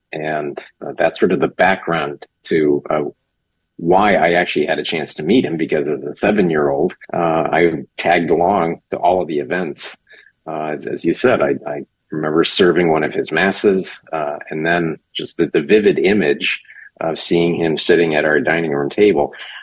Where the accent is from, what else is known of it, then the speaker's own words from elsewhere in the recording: Hawaii, United States; also born or lived in Germany; I was born in Germany, grew up in Hawaii, military. My dad retired there